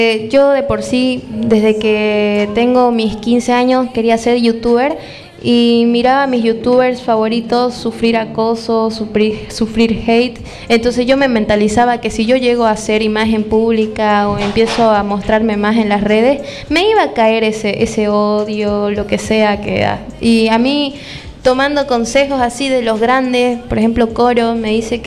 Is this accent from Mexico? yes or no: no; Santa Cruz de la Sierra, Santa Cruz, Bolivia; soy boliviana, orgullosamente de aquí de Bolivia, de Santa Cruz